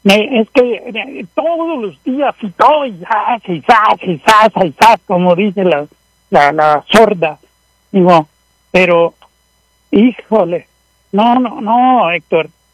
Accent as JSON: {"language": "Spanish", "region": "Guerrero", "country": "Mexico", "tie": "born or raised there", "also_born_or_lived": "Cuernavaca, Morelos", "moved": "yes", "lives_now": "Brighton, United States", "said": "Yo soy originario del estado de Guerrero, pero yo llegué a vivir ahí en Morelos, en una colonia de Cuernavaca. Y realmente, como dijo el chiste, la India María, ahora ya no soy ni de aquí ni de allá"}